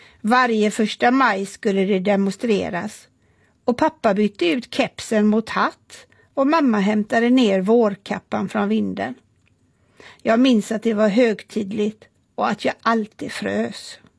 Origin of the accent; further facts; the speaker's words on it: Gothenburg, Västra Götaland County, Sweden; Jag växte upp i Kortedala i Göteborg. En av Sveriges första moderna förorter.